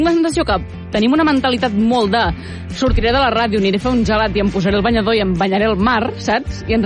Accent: Sabadell, Catalonia, Spain; Jo sóc de Sabadell

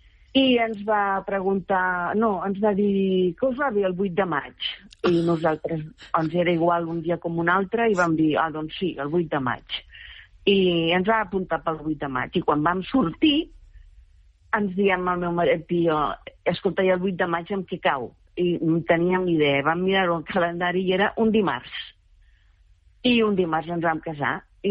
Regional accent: Barcelona, Catalonia, Spain; Mira, jo soc de Barcelona, he viscut sempre a Barcelona i treballava al carrer Provença en un edifici d'oficines i treballava a l'àtic.

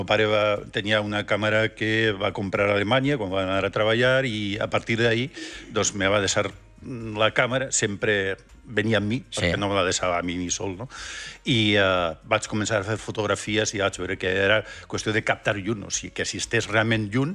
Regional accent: San Sebastián, Basque Country, Spain; jo soc basc.

